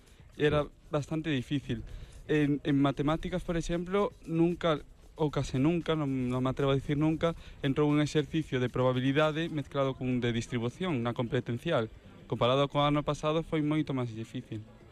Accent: Ribeira, Galicia, Spain; Eu son de Ribeira.

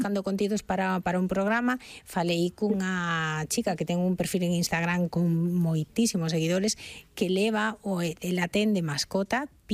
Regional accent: Ourense, Galicia, Spain; E agora vámonos directamente a Ourense, que non é porque sexa a miña cidade natal, senón porque é preciosa

